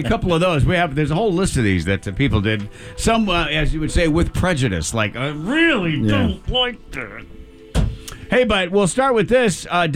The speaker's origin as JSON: {"language": "English", "region": "Michigan", "country": "United States", "tie": "born or raised there", "said": "What about Michigan, my home state?"}